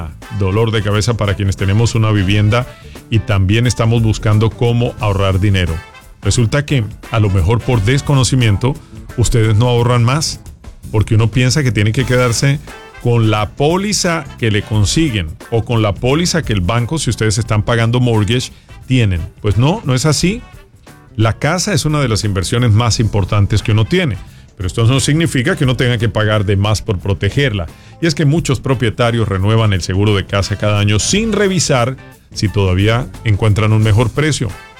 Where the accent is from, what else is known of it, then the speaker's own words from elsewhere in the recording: Colombia; moved away; en mi país, Colombia